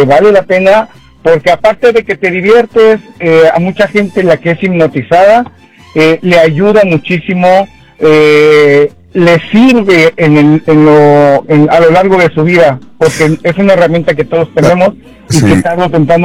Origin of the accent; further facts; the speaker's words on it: Mexico City, Mexico; also born or lived in Veracruz; Yo nací en Veracruz, pero me quedé en la Ciudad de México.